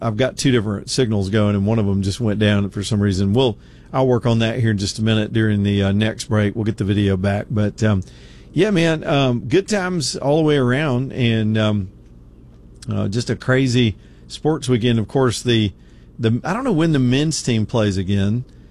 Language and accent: English; United States; It's just maybe it's because I'm too American.